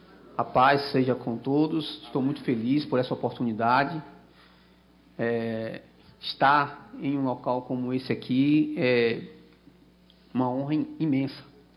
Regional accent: Bahia, Brazil; now in Itajaí, Brazil; eu sou baiano, hoje resido na cidade de Itajaí, Santa Catarina, mas eu tenho já São Paulo como minha segunda estadia

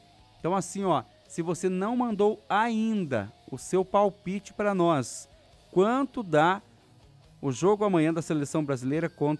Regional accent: Brazil; a gente é brasileiro.

